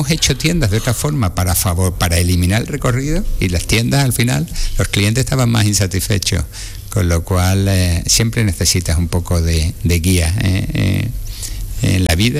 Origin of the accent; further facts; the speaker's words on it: Cádiz, Andalusia, Spain; mis valores como gaditano y andaluz